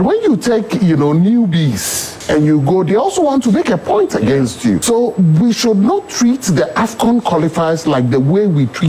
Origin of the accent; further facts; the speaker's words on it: Ghana; As a Ghanaian, I would say no. As a Ghanaian, I would say that let's put